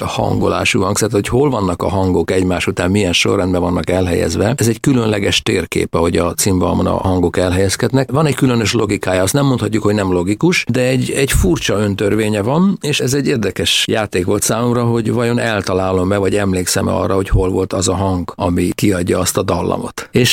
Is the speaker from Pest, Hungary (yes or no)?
no; Miskolc, Borsod-Abaúj-Zemplén, Hungary; Én ott születtem, igen, 59. január 18.